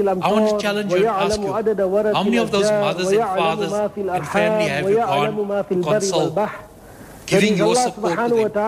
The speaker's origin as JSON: {"language": "English", "town": "Rivoli", "country": "South Africa", "said": "I'm from Rivoli, Ward 68."}